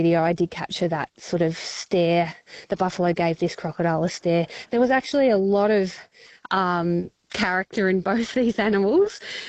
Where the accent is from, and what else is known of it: Victoria, Australia; born or raised there